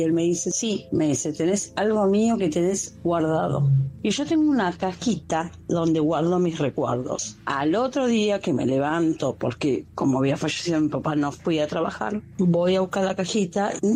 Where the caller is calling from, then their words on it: Ciudadela, Buenos Aires Province, Argentina; de Ciudadela.